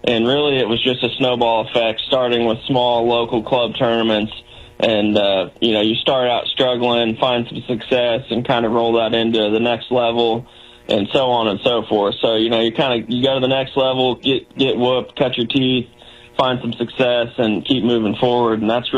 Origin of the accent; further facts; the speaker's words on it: Versailles, Missouri, United States; I grew up in Versailles, went to school there K through 12. My grandparents lived at Lake of the Ozarks on the water full-time my whole life